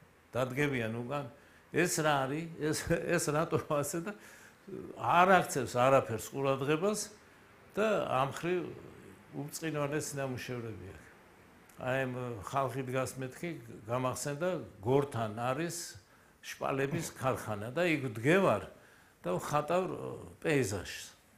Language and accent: Georgian; Kartli, Georgia; მე ხო ქართლელი ვარ წარმოშობით